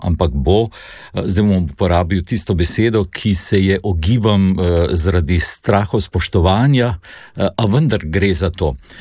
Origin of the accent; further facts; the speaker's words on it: Ljubljana, Central Slovenia, Slovenia; Torej sam sem iz Viške župnije, župnija sicer svetega Antona Padovanskega, torej frančiškanska župnija